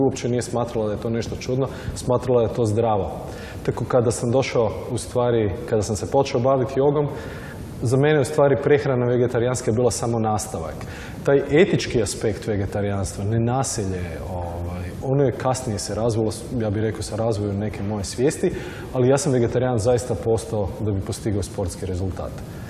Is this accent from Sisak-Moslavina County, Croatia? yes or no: no; Zagreb, Zagreb County, Croatia; imam 42 godine, iz Zagreba sam